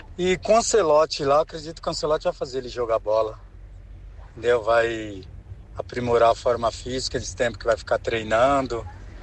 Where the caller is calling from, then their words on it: São Paulo, Brazil; Cidade Líder.